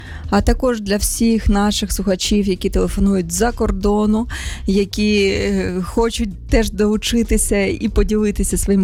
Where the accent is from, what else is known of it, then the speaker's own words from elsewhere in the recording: Sumy, Sumy Oblast, Ukraine; Я виросла в місті, так, я виросла в місті Суми